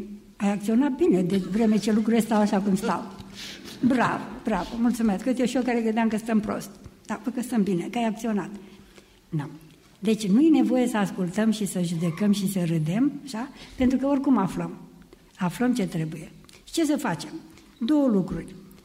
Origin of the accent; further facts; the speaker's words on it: Bărăgan Plain, Romania; Am crescut la țară, în Bărăgan, unde foamea era frecventă.